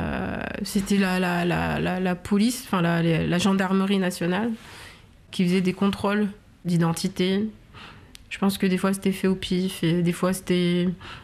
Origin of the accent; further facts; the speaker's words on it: Dzaoudzi, Mayotte; moved away; à la mairie de Dzaoudzi, là où j'ai grandi.